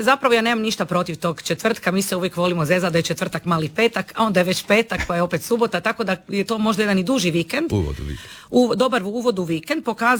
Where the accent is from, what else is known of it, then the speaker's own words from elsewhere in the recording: Pula, Istria County, Croatia; Ja sam odrasla u Puli, uz pulski vatromet